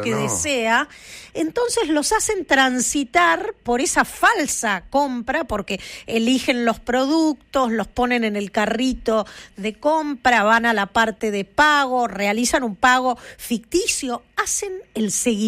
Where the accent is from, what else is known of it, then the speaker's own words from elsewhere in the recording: Argentina; Nosotros lo notamos y hemos hablado muchísimo de eso, pero dentro de todo, como argentinos, no lo llevamos haciendo hace tanto tiempo.